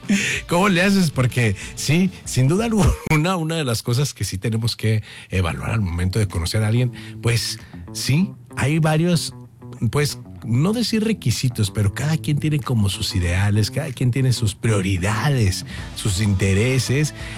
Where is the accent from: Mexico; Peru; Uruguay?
Mexico; Monterrey, Nuevo León; somos regios. Vivimos en Monterrey, somos de Monterrey